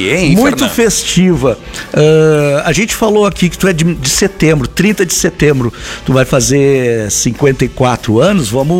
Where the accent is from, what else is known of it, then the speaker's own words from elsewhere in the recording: Porto Alegre, Rio Grande do Sul, Brazil; eu sou natural de Porto Alegre e tal